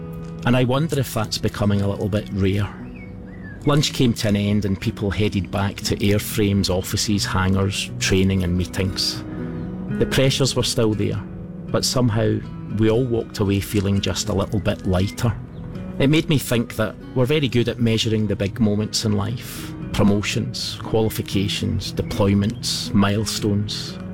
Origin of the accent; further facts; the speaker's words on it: Scotland, United Kingdom; moved away as an adult; now in Akrotiri, Cyprus; As a Scotsman